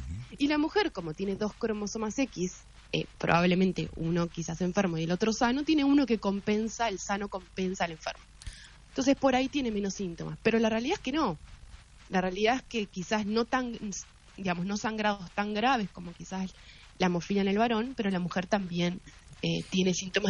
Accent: Concepción del Uruguay, Entre Ríos, Argentina; moved away; also born or lived in Buenos Aires; soy de Concepción, viví muchos años en Buenos Aires y hace 2 años y medio casi que ya estoy viviendo en Concepción

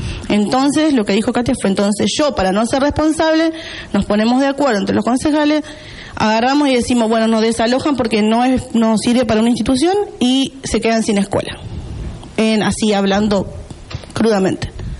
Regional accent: Vera, Santa Fe, Argentina; moved away as an adult; now in Reconquista, Argentina; Yo soy oriunda de Vera, estoy viviendo actualmente en Reconquista

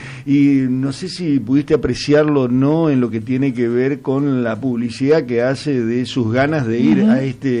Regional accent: Argentina

